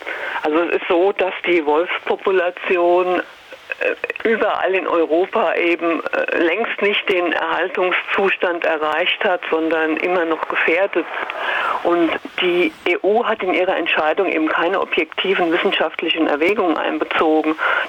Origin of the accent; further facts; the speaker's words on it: Switzerland; In allen anderen europäischen Ländern eskaliert es nicht derart wie bei uns in der Schweiz und in Österreich.